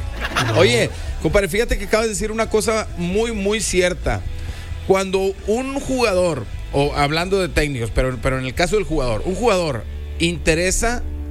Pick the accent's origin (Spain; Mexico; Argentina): Mexico; Guadalupe; Sí, pero yo, como soy de Guadalupe, te apoyo a ti y a Zavala.